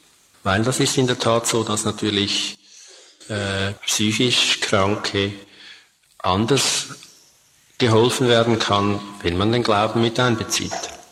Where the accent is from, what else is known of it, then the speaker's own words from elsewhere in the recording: Switzerland; accent: Swiss; Ich komme aus der Schweiz, wie Sie wahrscheinlich schon bei den ersten Worten hören, und bitte um Entschuldigung für mein Hochdeutsch.